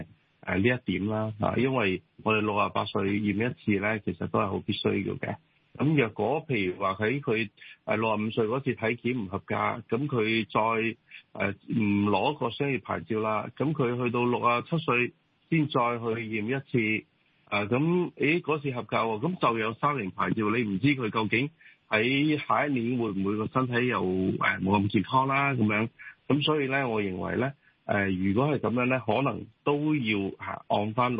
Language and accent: Cantonese; Hong Kong